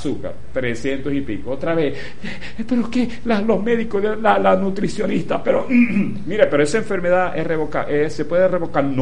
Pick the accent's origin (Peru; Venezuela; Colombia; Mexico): Venezuela; porque así somos los venezolanos